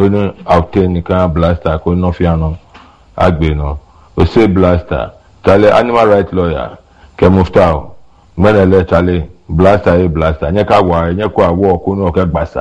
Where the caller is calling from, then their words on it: Ghana; We're from Ghana